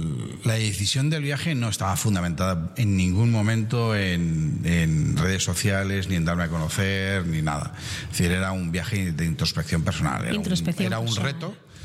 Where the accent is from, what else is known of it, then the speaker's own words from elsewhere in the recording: Valencian Community, Spain; moved away as an adult; also born or lived in Indonesia; siendo valenciano.